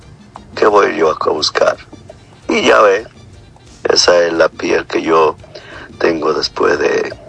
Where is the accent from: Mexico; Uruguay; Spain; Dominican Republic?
Dominican Republic; La Vega; Voy a dar a mi pueblo La Vega o ando por alguna playa del país.